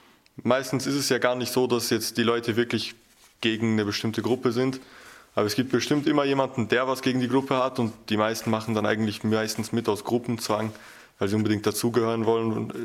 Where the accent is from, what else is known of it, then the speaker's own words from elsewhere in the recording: Albania; ich bin Albaner.